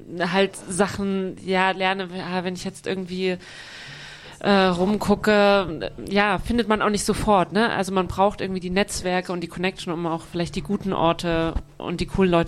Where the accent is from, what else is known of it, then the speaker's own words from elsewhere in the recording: Leipzig, Saxony, Germany; Ich komme aus Leipzig